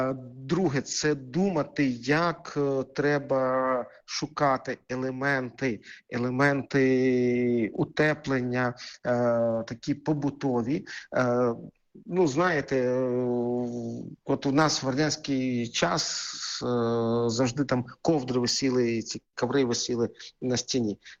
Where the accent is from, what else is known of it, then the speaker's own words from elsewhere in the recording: Kharkiv, Kharkiv Oblast, Ukraine; now in Kyiv, Ukraine; я з Харкова, але живу в Києві.